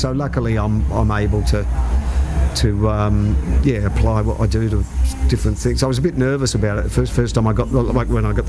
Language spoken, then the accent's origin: English; Malmsbury, Victoria, Australia; But we're both Central Goldfields locals. I'm from Malmesbury.